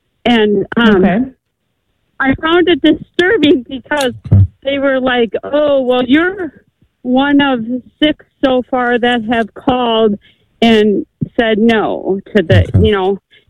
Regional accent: Minnesota, United States; I think it was from, I'm from Minnesota

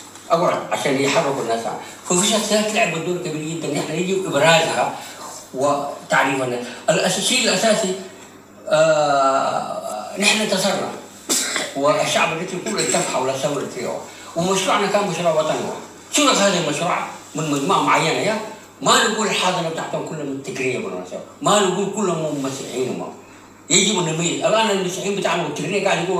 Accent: Eritrea; احنا الشعب الريتري

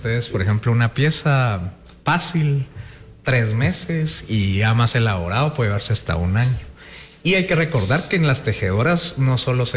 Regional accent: Guatemala; es ofensiva para nosotros, claro, como guatemaltecos.

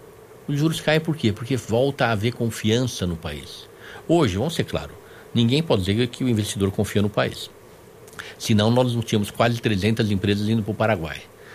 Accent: Brazil; como brasileiro, como cidadão

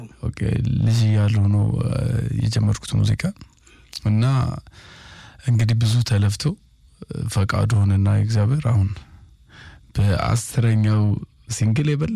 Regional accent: Dessie, Amhara, Ethiopia; ከዛ ያው ደሴ ነው ተወልጄ ያደግኩት ወደ ጦሳ ጠጋ ያልኩ እዛ ትንሽ መለማመድ

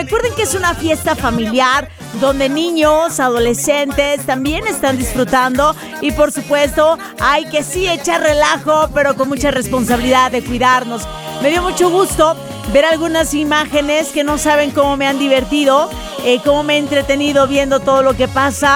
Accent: Mexico; como buenos mexicanos, seguimos celebrando.

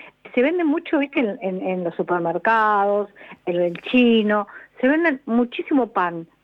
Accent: Mar del Plata, Buenos Aires Province, Argentina; yo nací en este barrio, hace 69 años que estoy en este barrio, tengo 70.

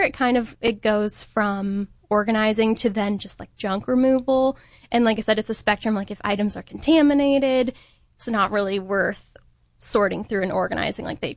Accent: Cincinnati, Ohio, United States; moved away as an adult; now in Columbus, United States; So I grew up in Cincinnati. So my family is there. I go and visit them pretty often and they come up and visit me. So happy to have them relatively close by. I live in Columbus, just east of downtown, Old Town East area.

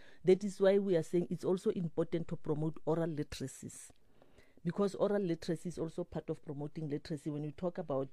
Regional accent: Kuruman, Northern Cape, South Africa; I started as a librarian in Kuruman, in my hometown

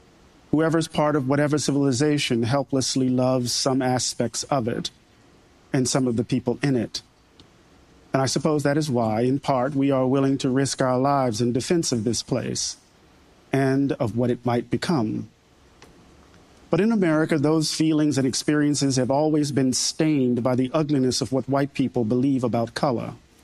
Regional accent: Mississippi, United States; Maybe it's because I'm from Mississippi.

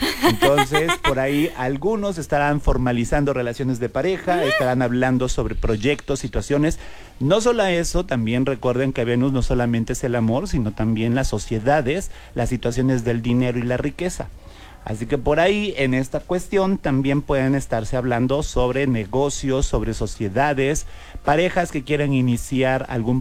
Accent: Orizaba, Veracruz, Mexico; yo vengo de Orizaba y está más o menos el mismo clima, así como que nubladito

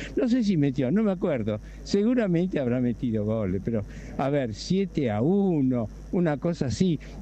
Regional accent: Bahía Blanca, Buenos Aires Province, Argentina; now in Buenos Aires, Argentina; Lo vi jugar en Bahía Blanca, yo soy oriundo de allá

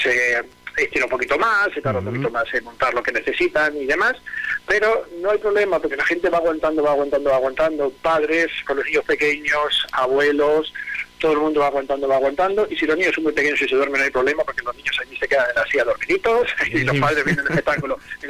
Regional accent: Extremadura, Spain; Sabéis que nosotros somos aquí de Campraño, en el norte de los Ibores.

